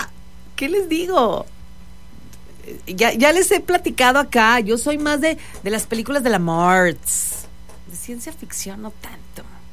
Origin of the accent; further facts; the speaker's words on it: Monclova, Coahuila, Mexico; moved away; cuando era niña en Monclova